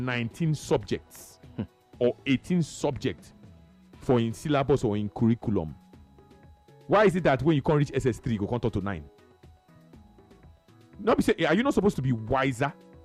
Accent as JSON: {"language": "English", "country": "Nigeria"}